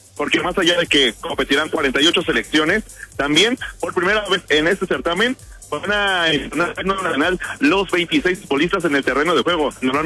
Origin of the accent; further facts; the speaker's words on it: Mexico; y justo que la piel se nos enchine como mexicanos, todos unidos